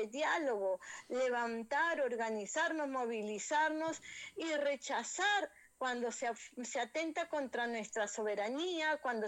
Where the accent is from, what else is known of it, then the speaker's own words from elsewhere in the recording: Peru; Porque somos nosotros los peruanos en el extranjero que tenemos mayor posibilidad y libertad